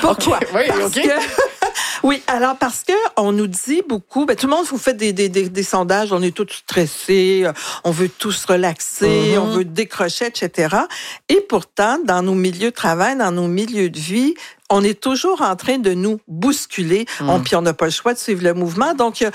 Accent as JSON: {"language": "French", "region": "Quebec", "country": "Canada"}